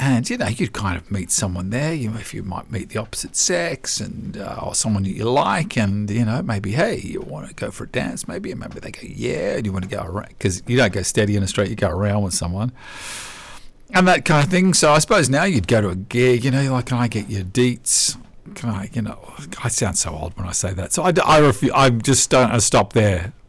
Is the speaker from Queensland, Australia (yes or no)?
no; Melbourne, Victoria, Australia; now in Leeds, United Kingdom; They're from Melbourne, Australia, my hometown.